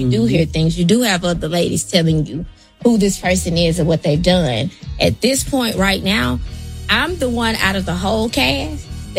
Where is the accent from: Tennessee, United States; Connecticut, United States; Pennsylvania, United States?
Tennessee, United States; Memphis; And then I'm from Memphis. Like we're like, you know, no nonsense.